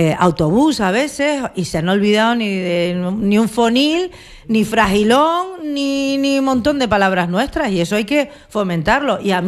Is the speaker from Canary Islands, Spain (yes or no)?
yes; Canary Islands, Spain; also born or lived in Basque Country